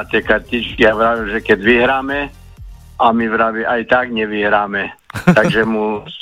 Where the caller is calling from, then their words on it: Spišská Nová Ves, Košice Region, Slovakia; ja som zo Spišky.